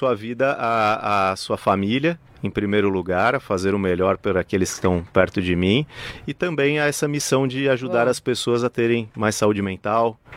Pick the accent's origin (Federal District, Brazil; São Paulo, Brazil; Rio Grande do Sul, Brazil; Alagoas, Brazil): São Paulo, Brazil; Hoje em dia moro na Zona Sul, mas morei em Santana a vida inteira.